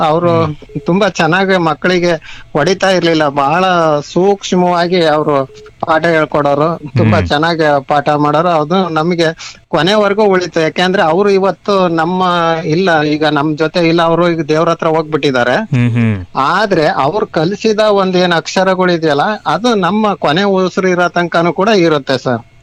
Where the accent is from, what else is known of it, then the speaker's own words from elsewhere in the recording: Rameshwara, Karnataka, India; now in Krishinagar, Shivamogga, India; ನಮ್ಮೂರ್ನಲ್ಲಿ ನಾವು ಓದ್ಬೇಕಾದ್ರೆ ರಾಮೇಶ್ವರದಲ್ಲಿ